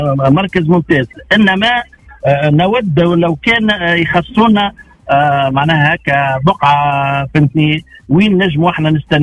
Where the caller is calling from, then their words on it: Sfax, Sfax Governorate, Tunisia; من طريق المطار كيلومتر 7.